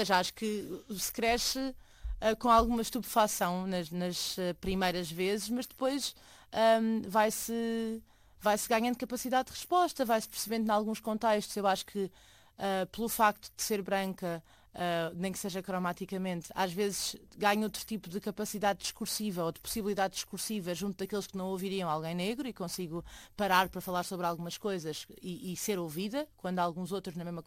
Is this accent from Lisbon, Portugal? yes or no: yes; Lisbon, Portugal; born there; eu nasci em Lisboa, mas eu não tenho relação nenhuma com Lisboa.